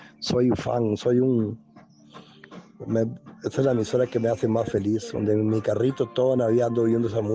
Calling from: San Vito, Puntarenas, Costa Rica; aquí en San Vito, Cotto Cruz.

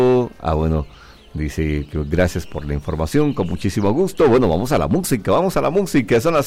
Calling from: Cartago, Costa Rica; reportando sintonía desde el Tejar del Huarco en Cartago.

